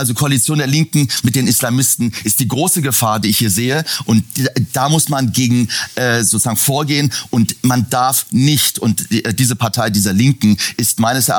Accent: Iran; natürlich bin ich als Iraner besonders empfindlich

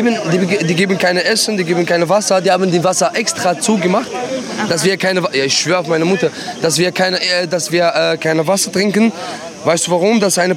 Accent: Gaza Strip, Palestine; German is a second language; Ja, ich bin Palästinenser. Ich komme aus Gazastreifen, ja.

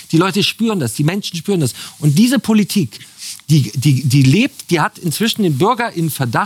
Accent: Duisburg, North Rhine-Westphalia, Germany; accent: Duisburger Einschlag; ich komme aus Duisburg, dann spreche ich noch so ein bisschen mit so Duisburger Einschlag.

